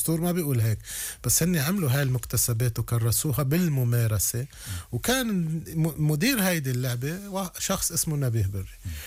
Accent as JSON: {"language": "Arabic", "country": "Lebanon", "said": "نحن كلبنانيين"}